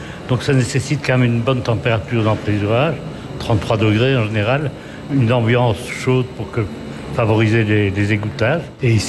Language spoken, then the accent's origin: French; Bastogne, Wallonia, Belgium; born there; also born or lived in Digny; Je suis flamand d'origine, né à Bastogne. J'habitais longtemps à Digny.